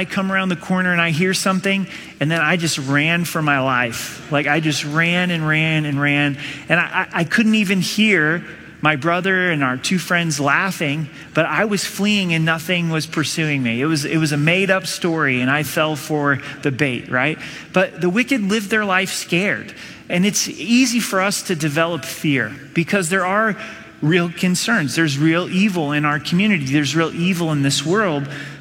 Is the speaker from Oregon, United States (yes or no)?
yes; Oregon, United States; I grew up in Southern Oregon